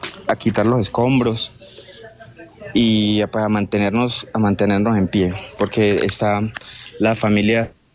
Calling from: Cali, Valle del Cauca, Colombia; soy rescatista de la Defensa Civil y estoy ubicado en Cali en este momento.

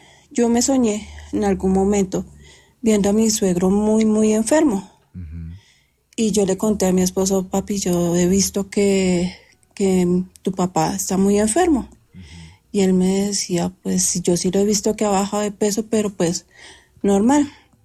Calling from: Bogotá, Bogotá Capital District, Colombia; Yo me encuentro desde la ciudad de Bogotá.

